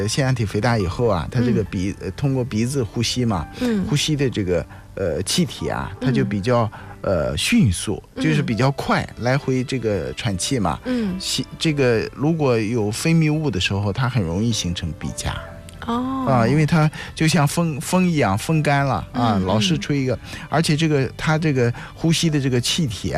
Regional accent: China; 我们中国人

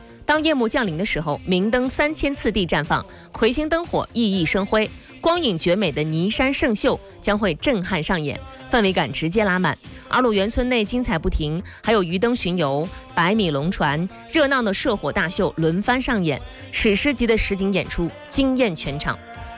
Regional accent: Jinan, Shandong, China; 就在我的家门口，隆重推荐来到我的家乡青藏泉城明水古城。

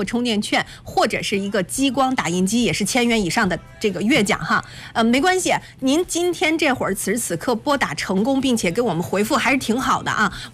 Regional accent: Shandong, China; 我们是有一点点私心，把这个要留给我们山东人自己啊，留给我们山东自己的车主。

